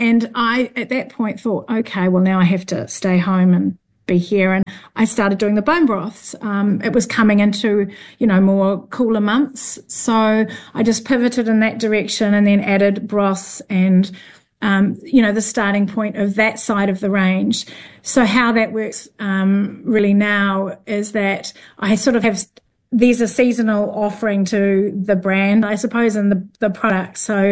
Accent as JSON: {"language": "English", "area": "Bay of Islands", "region": "Northland", "country": "New Zealand", "tie": "born or raised there", "also_born_or_lived": "London", "moved": "as an adult", "said": "growing up in the Bay of Islands, we grew everything. We fished every day."}